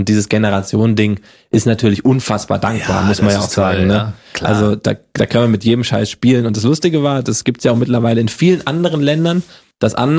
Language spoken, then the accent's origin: German; Gießen, Hesse, Germany; Ich komme ja halt aus dem Hip-Hop und Gießen und Hip-Hop um diese Szene.